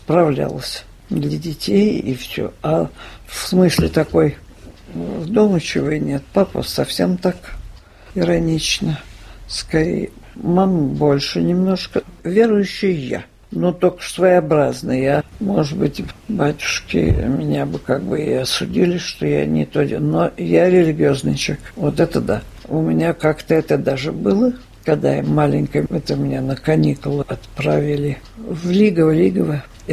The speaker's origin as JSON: {"language": "Russian", "region": "Saint Petersburg", "country": "Russia", "tie": "born there", "said": "Я родилась-то, это очень интересно, потому что я родилась на Загородном, 34."}